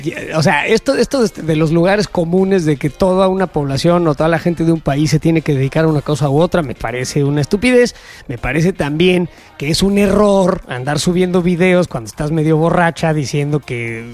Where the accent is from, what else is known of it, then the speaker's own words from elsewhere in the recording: Mexico; now in United States; como ser mexicano en Estados Unidos. Todos los mexicanos están aquí legalmente, y todos los mexicanos trabajan en la cocina. Y pues la verdad no, o sea, la verdad es que muchos trabajamos en distintas cosas